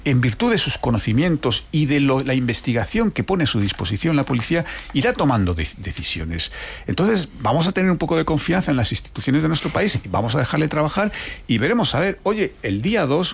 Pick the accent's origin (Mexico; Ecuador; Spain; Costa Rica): Spain; yo como español no quiero que un expresidente de mi país esté investigado